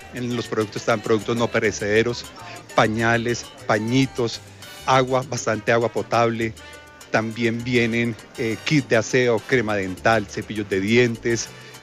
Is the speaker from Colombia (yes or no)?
yes; Colombia; todos somos colombianos